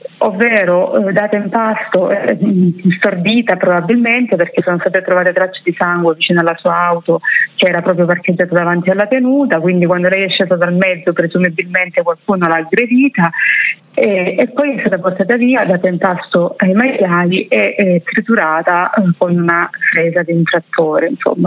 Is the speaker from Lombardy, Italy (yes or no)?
no; Cinquefrondi, Calabria, Italy; lei viveva a Laureana di Borrello e io sono di Cinque Pronti, quindi parliamo di 10 chilometri di distanza